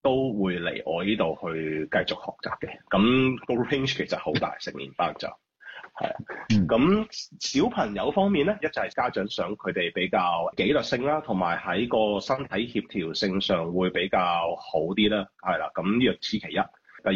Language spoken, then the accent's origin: Cantonese; China; 同我哋傳統嘅中國文化點解會有龍咧？點解我哋會舞獅咧？即係傳統新年。同埋都會教一啲好基本嘅一啲我哋廣東話或者叫粵語嘅一啲